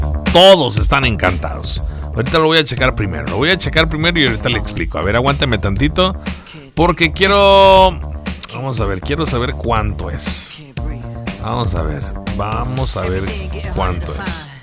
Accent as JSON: {"language": "Spanish", "country": "Mexico", "said": "Nosotros somos Estados Unidos mexicanos."}